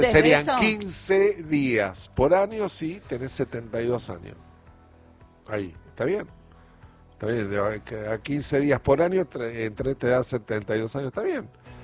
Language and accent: Spanish; Buenos Aires, Argentina; moved away as an adult; also born or lived in Uruguay; now in Chascomús, Argentina; Nací en una clínica que quedaba en Recoleta como corresponde, pero yo vivía en Paternal.